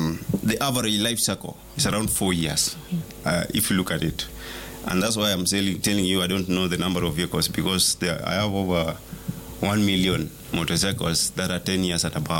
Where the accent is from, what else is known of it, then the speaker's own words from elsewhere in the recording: Kenya; I'm Kenyan.